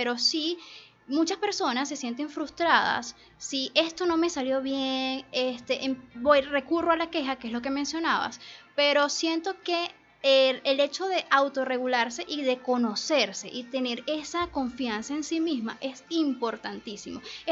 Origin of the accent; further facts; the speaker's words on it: Venezuela; Ese antes, ese luego afuera y ese volver a Venezuela y volver a creer en mi país y volver, es que me permite estar hoy acá sintiéndome orgullosa de decidir quedarme en mi país